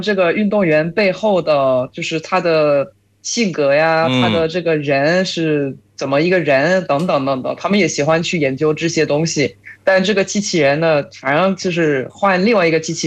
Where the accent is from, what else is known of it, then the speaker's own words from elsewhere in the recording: France; Chinese is a second language; now in China; 作为法国人来看的话